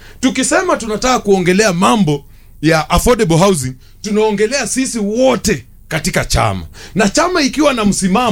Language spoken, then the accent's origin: Swahili; Busia County, Kenya; mimi natoka Busia